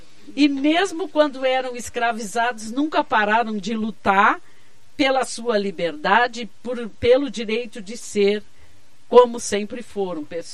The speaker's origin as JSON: {"language": "Portuguese", "country": "Brazil", "said": "para nós, enquanto brasileiros"}